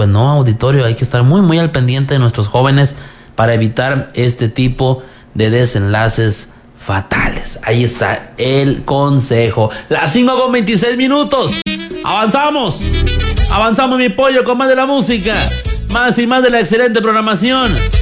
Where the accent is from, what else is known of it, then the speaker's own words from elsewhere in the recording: Zaragoza, Coahuila, Mexico; Allá en mi natal Zaragoza, allá en las tierras del alcalde Belio Vara